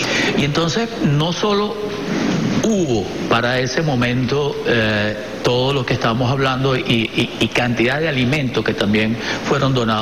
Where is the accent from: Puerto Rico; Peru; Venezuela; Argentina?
Venezuela; lo grande que somos los venezolanos